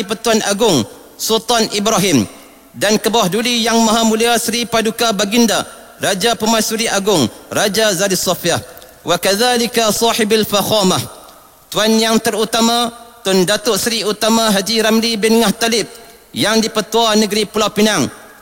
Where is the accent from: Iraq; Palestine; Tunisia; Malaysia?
Malaysia; Penang; بلدنا ماليزيا، خصوصا ولاية فلوبينانغ